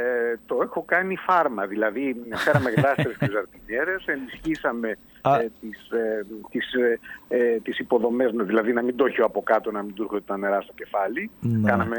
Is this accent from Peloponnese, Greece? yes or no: yes; Mani, Peloponnese, Greece; ας πούμε ότι είμαι ένας ημιεγγράμματος από τη Μάνη.